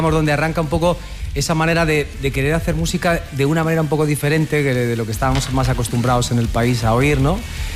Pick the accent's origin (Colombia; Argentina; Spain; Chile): Spain; Madrid, Community of Madrid; accent: English of Carabanchel; yo tengo el inglés de Carabanchel